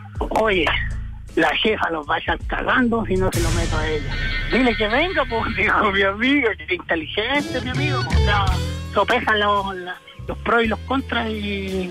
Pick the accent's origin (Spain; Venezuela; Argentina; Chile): Chile; Buin, Santiago Metropolitan Region; moved away as an adult; yo nací allá, soy de la Manuel Plaza, soy de Rumpi, ¿ya? Soy de la Manuel Plaza.